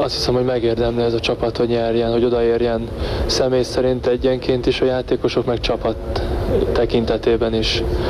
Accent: Hungary; Magyarországon maradok, mert magyar vagyok

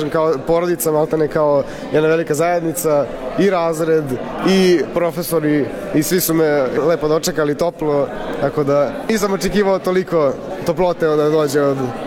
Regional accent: Belgrade, Serbia; now in Budapest, Hungary; ja sam po korenima Srbin iz Mađarske, ja sam odrastao u Beogradu i to je bila velika razlika

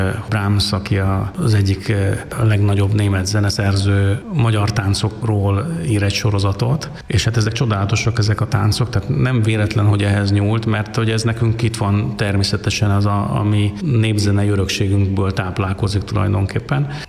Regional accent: Hungary; lehetünk büszkék arra, hogy mi magyarok vagyunk

